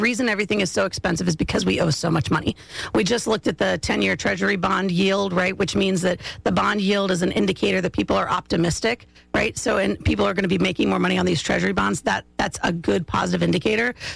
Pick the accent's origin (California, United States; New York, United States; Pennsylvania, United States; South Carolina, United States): South Carolina, United States; Blythewood; Y'all know I'm from the Columbia area. I'm from Blythewood, and there's a town there called Casey, South Carolina.